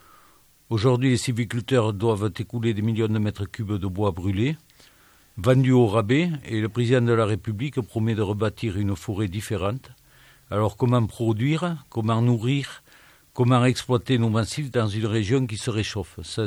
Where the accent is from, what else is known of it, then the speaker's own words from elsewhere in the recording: Nouvelle-Aquitaine, France; chez nous, en Nouvelle-Aquitaine